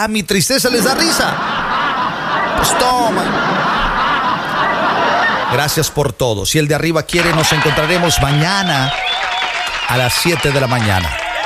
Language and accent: Spanish; Veracruz, Mexico; y yo soy jarocho